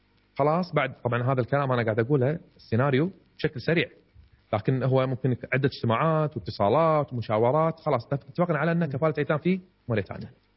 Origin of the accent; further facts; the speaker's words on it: Kuwait; عندنا بالكويت